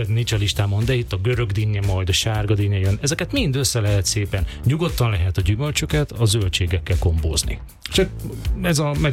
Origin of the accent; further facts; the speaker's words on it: Szabolcs-Szatmár-Bereg, Hungary; szabolcsi származású vagyok, tehát Szabolcsországban